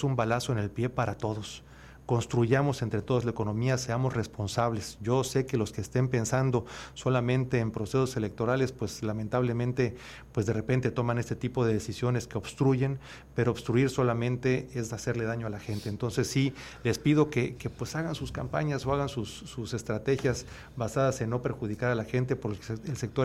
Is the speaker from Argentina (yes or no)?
no; Campeche, Mexico; born there; todos nos sentimos orgullosos de ser campechanos. Es un orgullo para los que nacimos en Campeche ser campechanos